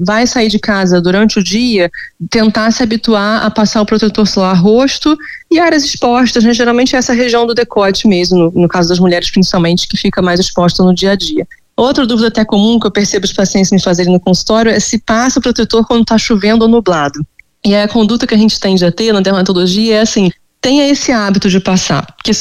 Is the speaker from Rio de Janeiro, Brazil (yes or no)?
yes; Rio de Janeiro, Brazil; Eu sou do Rio, mas eu atendo muitos pacientes online e eu atendo presencialmente em São Paulo também